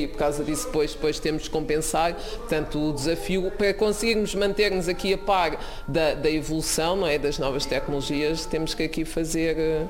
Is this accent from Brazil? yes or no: no; Amora, Setúbal, Portugal; also born or lived in England; Os meus pais são de Cabo Verde, mas eu nasci aqui na Amora, nasci aqui perto, cresci aqui. E então depois tive uns anos em Inglaterra, depois de acabar o curso, e voltei em 2011